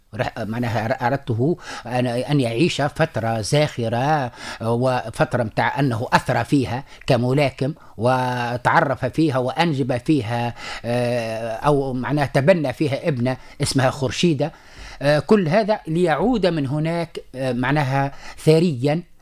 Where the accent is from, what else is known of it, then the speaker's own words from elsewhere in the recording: Sahel, Tunisia; also born or lived in Moscow; عندنا في الساحل